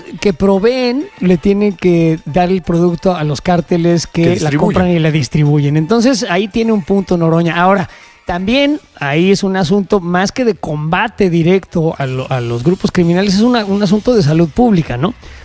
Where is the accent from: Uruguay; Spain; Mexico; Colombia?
Mexico; somos nosotros los mexicanos